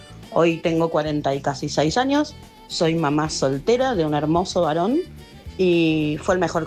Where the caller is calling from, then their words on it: Mendoza, Argentina; de Mendoza.